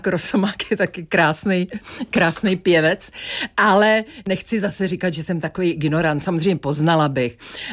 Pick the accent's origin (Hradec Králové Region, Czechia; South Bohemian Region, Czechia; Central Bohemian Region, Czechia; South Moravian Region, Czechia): Central Bohemian Region, Czechia; Benešov; když jsem vyrůstala na vojenském sídlišti v Benešově u Prahy